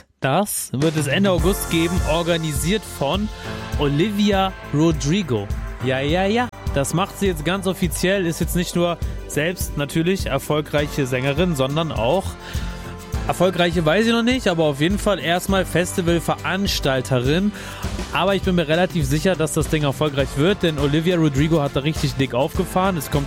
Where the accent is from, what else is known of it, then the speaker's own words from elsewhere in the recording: Germany; für uns jetzt so als Deutsche gibt es da ein, zwei kleine Problemchen.